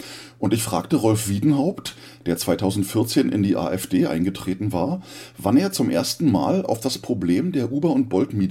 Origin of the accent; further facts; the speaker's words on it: Berlin, Germany; born there; Ich bin auch in West-Berlin geboren